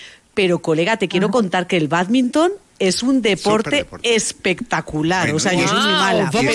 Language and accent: Spanish; Spain; Entonces yo que vengo de clase media de España, nosotros teníamos raquetas de bádminton y jugábamos en el jardín.